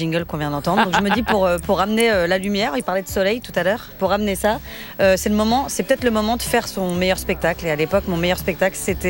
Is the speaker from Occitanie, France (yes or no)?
no; Île-de-France, France; moved away; J'étais que à 10 minutes de Paris